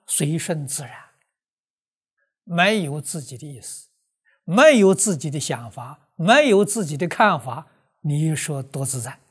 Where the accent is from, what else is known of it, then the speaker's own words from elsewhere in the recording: China; 我们中国人